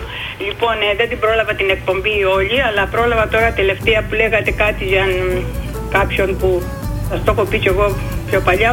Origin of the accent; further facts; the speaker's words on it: Greece; Εγώ Ελληνίδα είμαι.